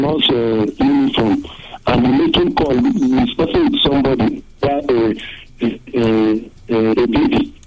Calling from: Ibadan, Oyo, Nigeria; I'm calling from Ibadan.

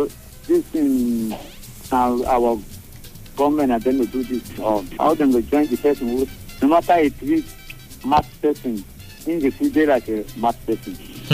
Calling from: Nigeria; I come from Ujiriva.

